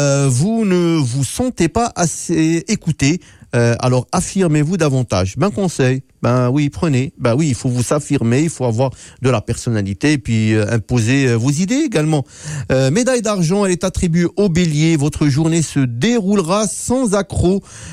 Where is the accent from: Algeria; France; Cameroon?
Algeria; now in Manitoba, Canada; moi je l'ai remarqué ici au Manitoba, par exemple, chez nous, là d'où je viens en Algérie, aux abords de la Méditerranée